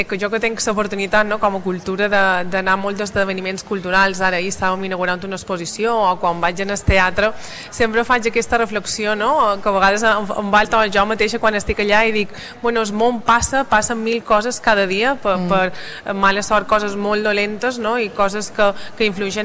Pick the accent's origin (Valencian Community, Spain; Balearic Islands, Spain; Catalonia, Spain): Balearic Islands, Spain